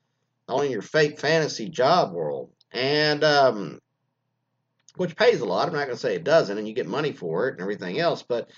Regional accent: Canada; None of my friends or family thought it would last because she's Chinese and I'm Canadian.

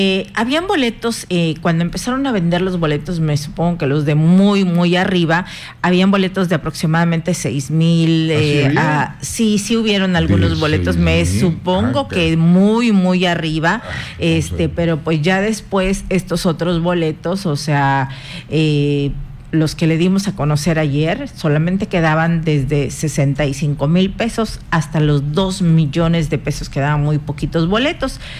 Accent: Mexico

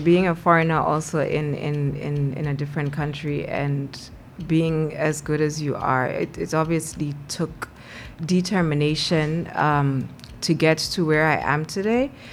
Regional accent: Guyana; also born or lived in Botswana; I am coming from Botswana, but I'm a Guyanese.

